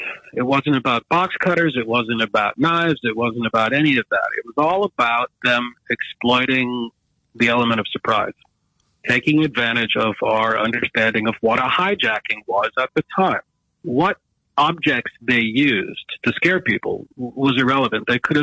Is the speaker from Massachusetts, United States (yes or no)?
yes; Boston, Massachusetts, United States; here at my hometown airport, Boston Logan, where two of the four hijacked planes departed from